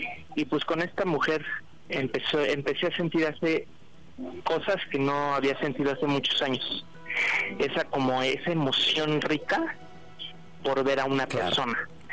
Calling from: Mexico City, Mexico; Orgullosamente uno de los mejores barrios de aquí de la colonia Guerrero.

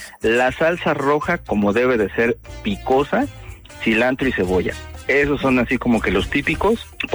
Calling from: Mexico City, Mexico; Desde la Ciudad de México.

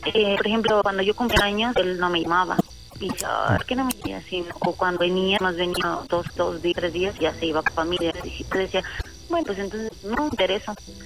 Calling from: Guerrero, Mexico; Tengo 27 y hablo de Estado de Guerrero.

